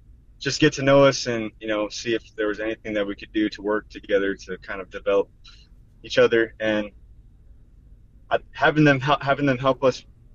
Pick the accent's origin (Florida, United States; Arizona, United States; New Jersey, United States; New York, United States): Arizona, United States; We come from Gila River and Thonaut Nation, and our story began where we come from.